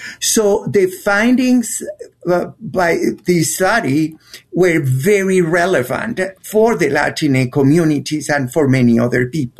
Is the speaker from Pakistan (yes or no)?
no; Colombia; English is a second language; moved away as an adult; now in United States; Well, I'm from Colombia, and I came to the U.S. when I was already 41 because of the middle age crisis.